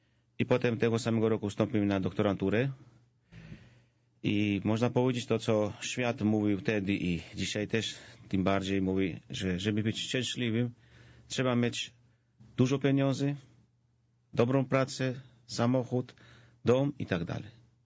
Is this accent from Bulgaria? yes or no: no; Georgia; Polish is a second language; moved away; Ja jestem Gruzinem, jak już nazwisko też wskazuje. Urodziłem się i wychowałem się w Gruzji.